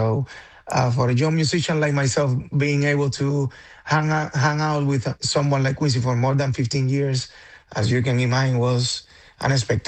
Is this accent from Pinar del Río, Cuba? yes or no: no; Havana, Cuba; moved away; I come from Havana, Cuba. I grew up there